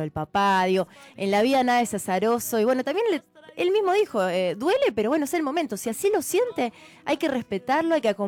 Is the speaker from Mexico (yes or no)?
no; Argentina; a quienes somos argentinos